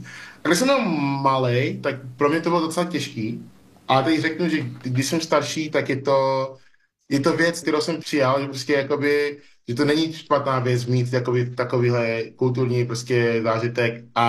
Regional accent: Nigeria; Czech is a second language; now in Czech Republic; jsem vždycky cítil, že nejenom, že jsem z Nigérie a člověk z Nigérie žije v České republice

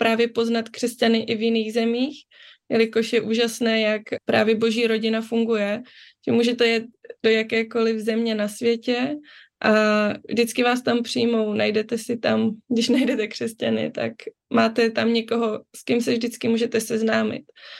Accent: Germany; born or raised there

